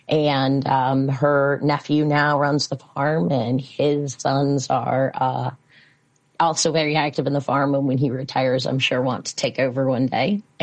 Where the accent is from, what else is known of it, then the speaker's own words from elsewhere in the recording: Ottawa, Illinois, United States; I was born and raised in Ottawa, Illinois, which is in LaSalle County.